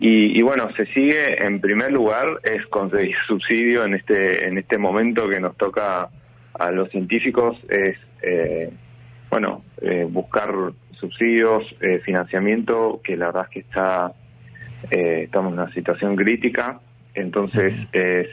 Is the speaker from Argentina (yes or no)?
yes; Argentina; nos enorgullece a todos como argentinos